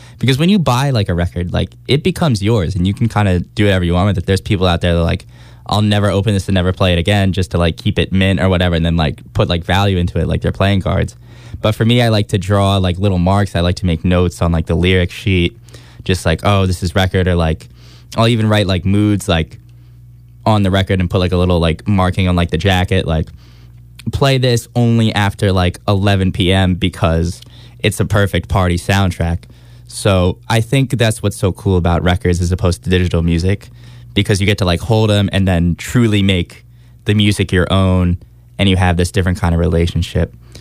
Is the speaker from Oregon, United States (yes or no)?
no; Quakertown, Pennsylvania, United States; born or raised there